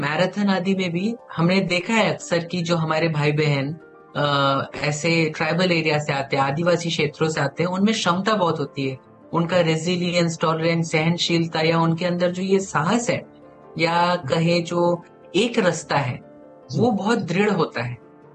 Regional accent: Chhattisgarh, India; क्योंकि मैं खुद भी छत्तीसगढ़ से हूँ तो मुझे इस चीज का पता है क्योंकि हमारी भाषा या हमारे पहनावे या बोलचाल में एक सादगी है

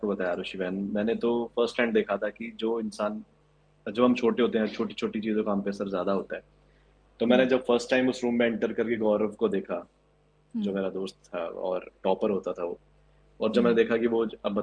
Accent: Haryana, India; मैं हरियाणा से हूँ, यहाँ पे स्पोर्ट्स कल्चर भी है

